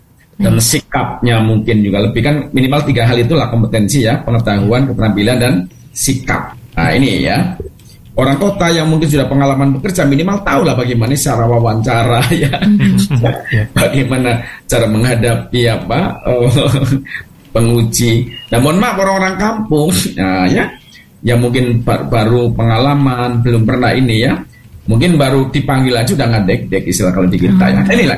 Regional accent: Purbalingga, Central Java, Indonesia; moved away; kemarin kan saya pulang kampung beberapa lalu tuh di Purbalingga sana

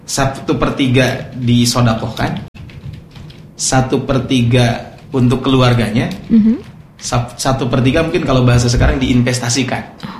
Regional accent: Ciparay, West Java, Indonesia; kalau saya kan dari daerah Ciparai ke atas itu kan daerah Pacet gitu kan. Nah, itu kan di sana ada Kertasari, di Kertasari kan ada perkebunan tuh.

